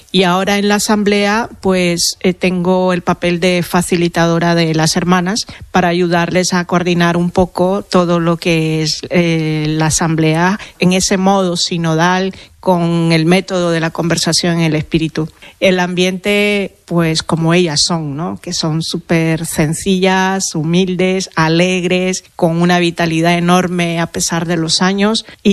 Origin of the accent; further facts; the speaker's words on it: León, Nicaragua; born there; Sí, sí, yo soy nacida en León, pero en León de Nicaragua.